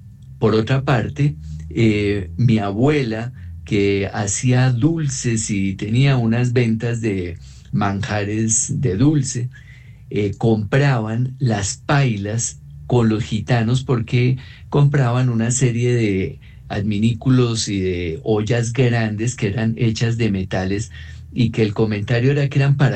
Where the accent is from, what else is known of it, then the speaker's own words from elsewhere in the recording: Bogotá, Colombia; born there; cuando era niño y en Bogotá se veían muchísimas gitanas.